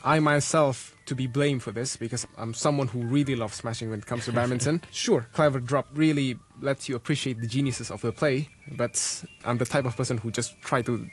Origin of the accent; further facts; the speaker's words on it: Jakarta, Indonesia; now in Hong Kong; As we've discussed earlier, I'm from Jakarta, Indonesia.